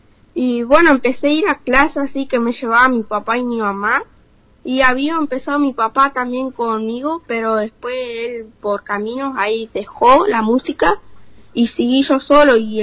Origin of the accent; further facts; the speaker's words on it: Allen, Río Negro, Argentina; yo soy de Allen y el resto de los chicos son de Roca.